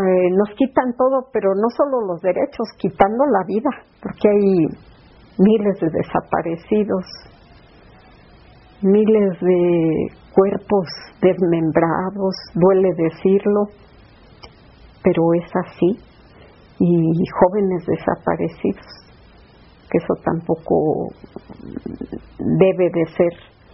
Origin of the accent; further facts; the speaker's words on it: Mexico; Porque amamos nuestro país. Porque somos mexicanos y pues debemos de recuperar nuestros derechos